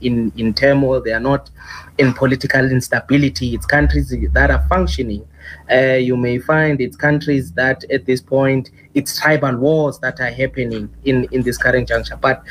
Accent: South Africa; as a South African and as a citizen of this country

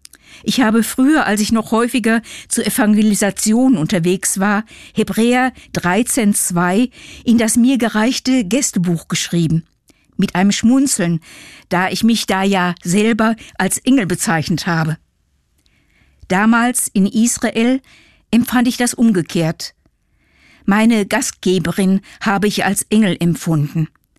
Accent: Germany; accent: German; Sie erkannte an meinem Akzent, dass ich Deutsche war.

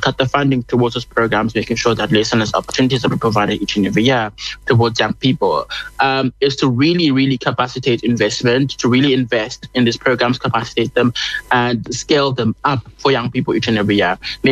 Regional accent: South Africa; As South African, as a nation, I think we need to look at how people are engaging with this topic

